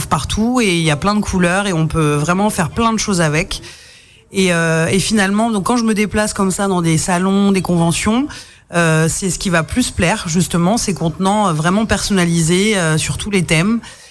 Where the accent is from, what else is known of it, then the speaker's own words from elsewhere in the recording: Bourges, Centre-Val de Loire, France; moi, je suis de Bourges, du centre de la France, vraiment presque en plein milieu de la France.